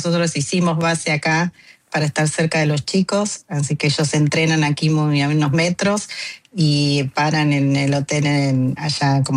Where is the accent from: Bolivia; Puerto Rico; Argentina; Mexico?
Argentina; interior; now in Buenos Aires, Argentina; venimos del interior y siempre es doble el esfuerzo